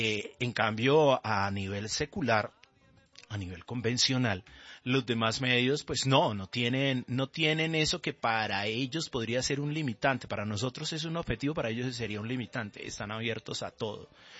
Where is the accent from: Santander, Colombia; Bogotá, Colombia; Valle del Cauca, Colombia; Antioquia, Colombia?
Santander, Colombia; Bucaramanga; moved away as an adult; yo soy de Bucaramanga. Sí. Venía de Bucaramanga. Nací en el cristianismo en Bucaramanga, en mi familia, en una comunidad cristiana.